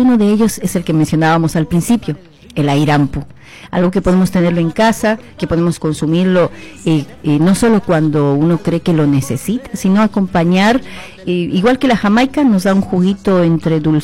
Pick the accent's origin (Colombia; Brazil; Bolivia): Bolivia; La Paz; born there; yo viví las épocas de hacer fila por ahí cuando vivía en Achachicala, por el barrio de Mataderos y más arribita.